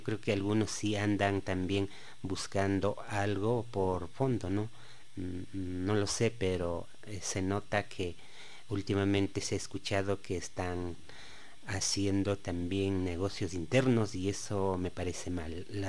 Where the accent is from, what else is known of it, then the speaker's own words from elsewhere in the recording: Cotopaxi, Ecuador; yo soy de Jilingua